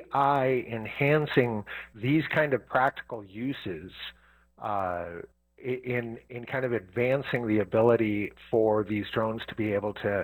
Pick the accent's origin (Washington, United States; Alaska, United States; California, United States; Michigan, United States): Alaska, United States; moved away; I'm originally from Alaska, and we have just huge forest fires sometimes.